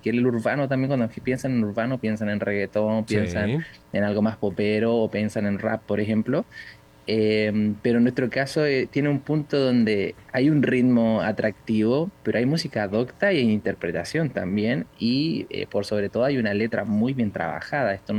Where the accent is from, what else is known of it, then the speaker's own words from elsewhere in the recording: Valparaíso, Chile; todos nosotros somos de Valparaíso, la región de Valparaíso de Chile, que es la quinta región.